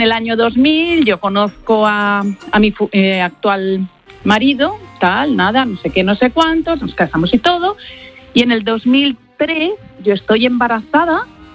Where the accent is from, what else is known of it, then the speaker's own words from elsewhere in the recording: Pozuelo, Community of Madrid, Spain; mi futuro marido y yo, los dos somos de Pozuelo, pero no nos conocíamos para nada.